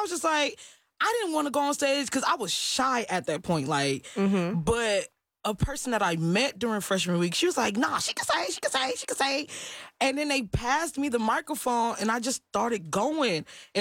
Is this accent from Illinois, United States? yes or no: no; Texas City, Texas, United States; growing up in Texas City was pretty cool